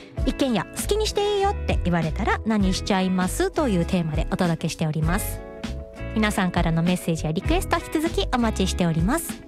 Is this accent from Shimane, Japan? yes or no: no; Kakunodate, Akita, Japan; moved away; 私の地元の、秋田というか私の実家の本当にすぐ近くなんですけど、私の実家って、秋田は角野館、桜の名所、武家屋敷がある有名なところ観光地なんですけど、その観光地の結構近くに私実家があって、